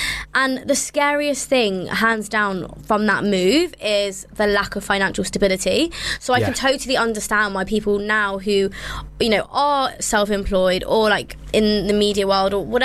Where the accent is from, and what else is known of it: London, United Kingdom; born or raised there